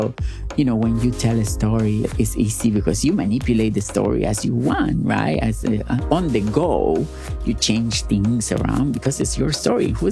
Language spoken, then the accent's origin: English; Gálvez, Santa Fe, Argentina; English is a second language; You love to talk about my hometown. I was born in Ciudad de Galvez. Most people live from agriculture. The town is very little and everybody knows you